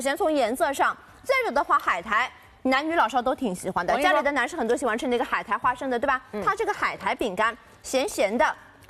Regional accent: Shanghai, China

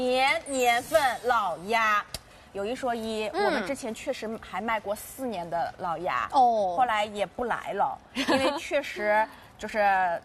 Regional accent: Shanghai, China; 我们上海人喝着光明的牛奶长大，

